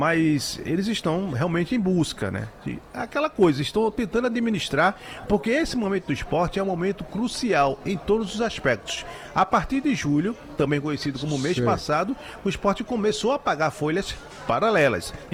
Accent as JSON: {"language": "Portuguese", "town": "Candeias", "region": "Pernambuco", "country": "Brazil", "said": "É, sou lá de Candeias, Candeias, Piedade, bem pertinho ali."}